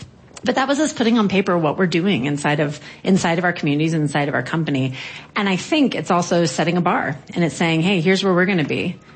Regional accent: Texas, United States; I'm from Texas.

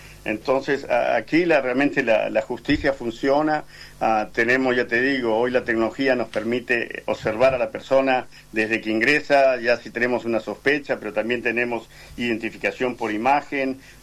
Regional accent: Argentina; moved away as an adult; now in United States; yo como argentino y veterano, porque yo soy enlistado para de Malvinas, yo llegué aquí en el año 82 a este país, a Estados Unidos

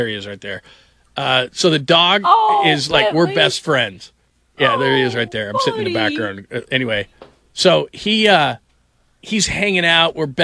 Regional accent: California, United States; I remember I grew up in California, and I would lay upstairs and just listen to my parents play like 60s music

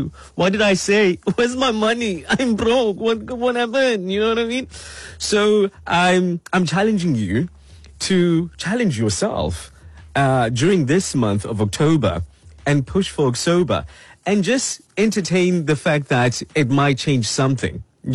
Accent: South Africa; I'm a South African

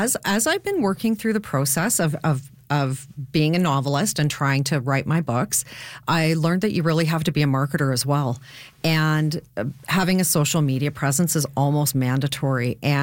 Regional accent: Winnipeg, Manitoba, Canada; now in Waterloo Region, Canada; I'm from Manitoba, I'm from Winnipeg.

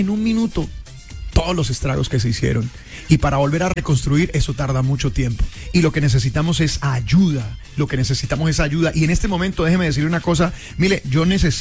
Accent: Colombia; now in Villavicencio, Colombia; de cómo somos nosotros los colombianos de buenos, porque no solamente es aquí en Villavicencio

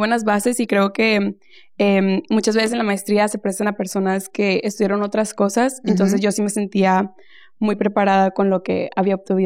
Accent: Monterrey, Nuevo León, Mexico; moved away as an adult; now in New York, United States; No, vivo en Nueva York, pero soy originaria de Monterrey.

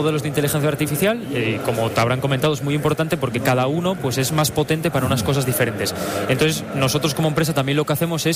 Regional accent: Asturias, Spain; de todo el equipo todos somos asturianos y todos han estudiado aquí en la Universidad de Oviedo

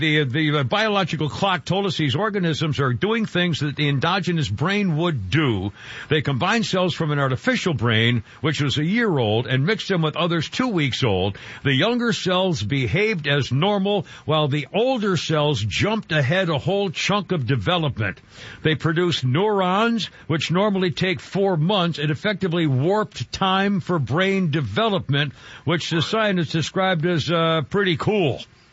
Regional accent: New England, United States; born there; moved away; I was born in New England

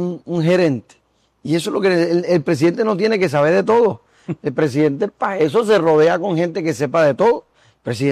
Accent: Magangué, Bolívar, Colombia; also born or lived in Bogotá; yo nací en Magangué. Uh-huh. Magangué es el pueblo de mis amores. Yo nací allá, crecí allá, estudié allá, crecí siendo amigo de los mototaxistas

